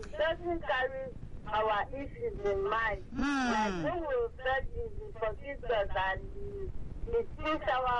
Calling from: Lagos, Nigeria; I'm calling from Okota.

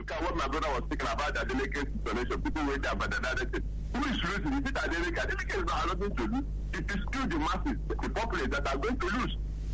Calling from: Niger State, Nigeria; from Aristide, Niger State.

